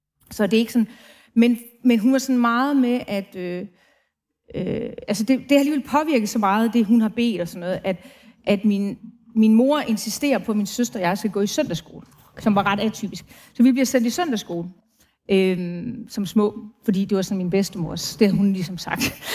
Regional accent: Brønderslev, North Denmark Region, Denmark; accent: heavy North Jutland; now in Copenhagen, Denmark; Jeg er oprindelig fra den nordligste del af Jylland, ude på landet.

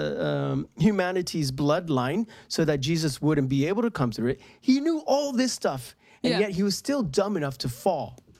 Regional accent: United States; But well, I'm American, so it's like

